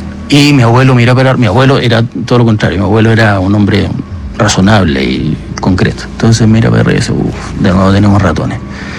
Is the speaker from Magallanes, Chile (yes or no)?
yes; Magallanes, Chile; yo no sé si alguno te lo conté, pero yo soy magallánico.